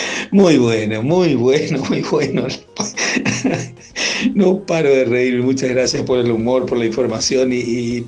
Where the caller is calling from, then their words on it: Ibarreta, Formosa, Argentina; de Ibarreta, en el interior de la provincia de Formosa.